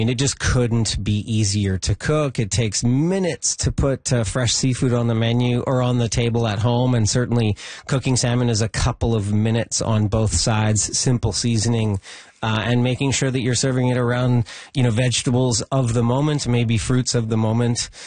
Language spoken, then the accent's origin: English; British Columbia, Canada; So firstly, as a British Columbian or as a Canadian, ask a few more questions.